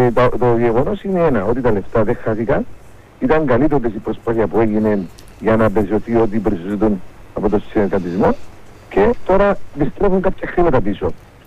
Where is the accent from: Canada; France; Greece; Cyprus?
Cyprus